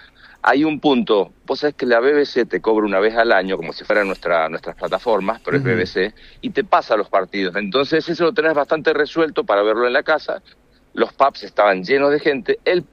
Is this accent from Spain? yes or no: no; Argentina; Mirá, yo soy argentino, tengo camiseta